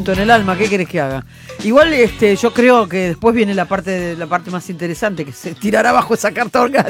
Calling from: Villa Martelli, Buenos Aires Province, Argentina; 21 horas 37 minutos, señores, buenas noches. … de Villa Martelli.

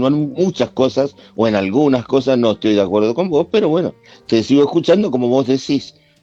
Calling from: Villa Ballester, Buenos Aires Province, Argentina; de Villa Ballester.

